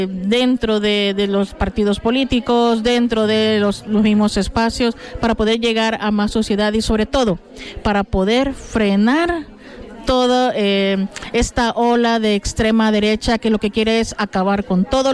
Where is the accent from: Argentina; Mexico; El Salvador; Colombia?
El Salvador; now in Spain; si soy española o no, o que por ser salvadoreña